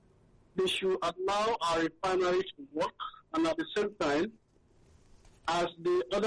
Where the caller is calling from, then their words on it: Kenya; from Kenya.